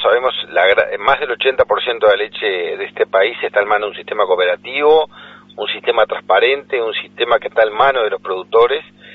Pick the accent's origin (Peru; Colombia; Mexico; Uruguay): Uruguay